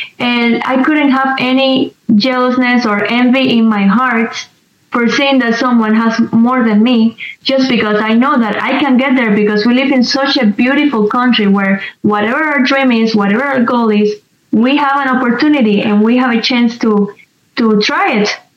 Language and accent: English; Cuba; also born or lived in Spain; now in United States; Growing up in Cuba, I never saw anybody rich. I never saw a nice car, a new car. I never saw a big house. I saw no wealthiness at all during my life in Cuba. So when I came here to America